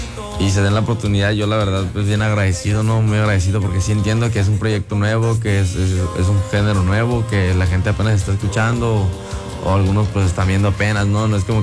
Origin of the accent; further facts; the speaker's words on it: Oaxaca, Mexico; born there; Este género es tradicional de mi pueblo, bueno, de Oaxaca, ¿no? De la costa oaxaqueña, también costa de Acapulco.